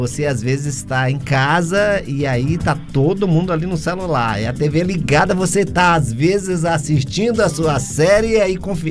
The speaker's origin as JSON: {"language": "Portuguese", "town": "Teresina", "region": "Piauí", "country": "Brazil", "moved": "yes", "said": "Teresina? Ô, minha terra, um abraço aí para os queridos conterrâneos."}